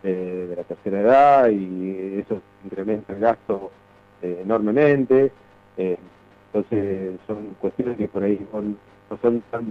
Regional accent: Ramallo, Buenos Aires Province, Argentina; somos de Ramallo

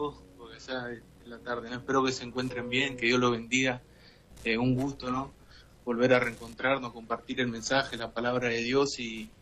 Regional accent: Argentina; now in Europe; aunque nosotros somos argentinos, bueno, yo estoy en Europa, pero aunque nosotros somos latinos en varios países

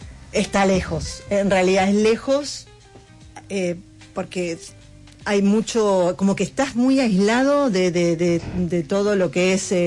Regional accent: Buenos Aires, Argentina; Yo soy de San Telmo, sí.

